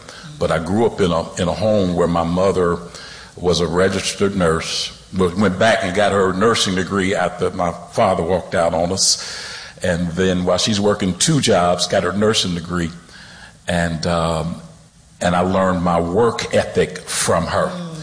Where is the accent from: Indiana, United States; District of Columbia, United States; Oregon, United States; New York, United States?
Indiana, United States; Indianapolis; I grew up in Indianapolis in Arlington Woods, 46218 at 34 Finn Butler.